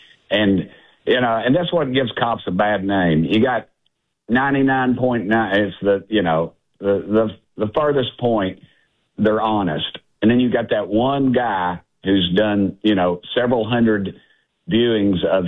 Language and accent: English; Knoxville, Tennessee, United States; It's like growing up in West Knoxville, where I grew up in when I was a kid.